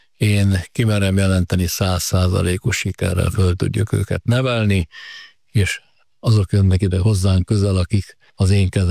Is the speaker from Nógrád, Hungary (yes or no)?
yes; Nagybátony, Nógrád, Hungary; Hát a Nógrád megyének a keleti végéből származom, nagybátonyi vagyok, a gyerekkoromat az Agydorónál az erdő közepén töltöttem